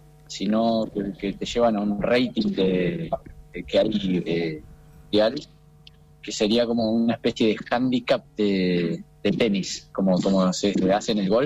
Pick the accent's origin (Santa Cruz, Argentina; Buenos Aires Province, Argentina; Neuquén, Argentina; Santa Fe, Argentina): Neuquén, Argentina; Yo vengo de Neuquén Capital.